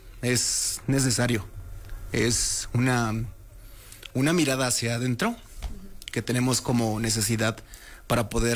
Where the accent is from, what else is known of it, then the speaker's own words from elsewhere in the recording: Ayutla de los Libres, Guerrero, Mexico; Soy del estado de Guerrero.